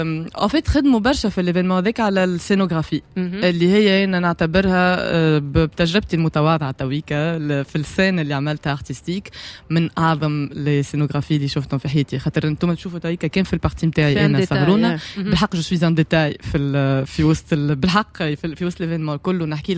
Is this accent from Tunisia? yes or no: yes; Tunisia; احنا من تونس